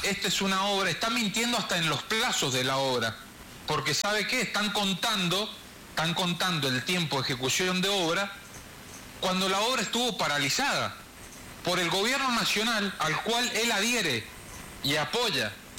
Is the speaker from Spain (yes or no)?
no; San Rafael, Mendoza, Argentina; Sí estoy en contra, y esto lo digo como sanrafaelino, de defender el recurso nuestro.